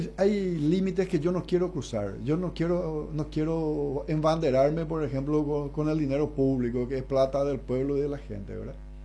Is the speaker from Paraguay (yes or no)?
yes; Paraguay; Como paraguayo te digo eso.